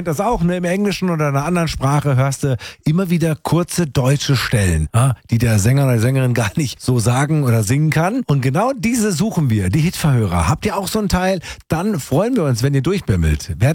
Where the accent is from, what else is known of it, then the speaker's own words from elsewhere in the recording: Tübingen, Baden-Württemberg, Germany; So, für alle, die mich immer kritisieren, dass ich meine Heimatstadt Tübingen immer nach vorne stelle.